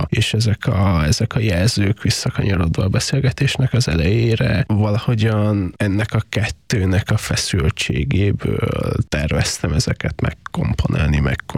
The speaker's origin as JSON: {"language": "Hungarian", "region": "Transylvania", "country": "Romania", "tie": "born or raised there", "said": "a saját Erdélyhez való viszonyomnak és a szülőföldemmel kapcsolatos érzéseimnek"}